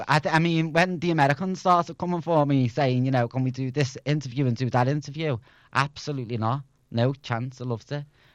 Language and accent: English; Liverpool, North West England, United Kingdom